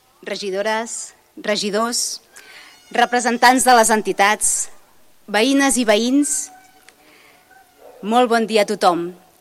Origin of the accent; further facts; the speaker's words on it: Catalonia, Spain; first language Catalan; soc catalana i n'estic molt orgullosa de ser catalana. Orgullosa de la nostra llengua, de la nostra cultura